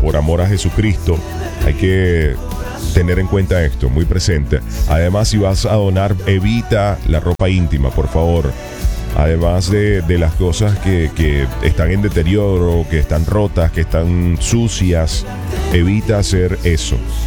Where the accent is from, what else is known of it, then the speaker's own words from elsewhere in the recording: Venezuela; como buenos venezolanos que somos